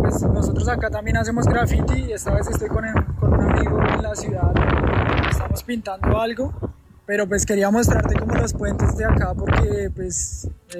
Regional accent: Colombia; now in South Korea; Pa, Corea del Sur, yo soy del Colombia

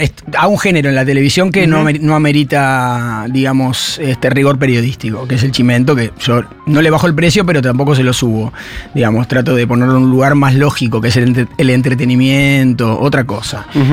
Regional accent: Montevideo, Uruguay; soy de Montevideo

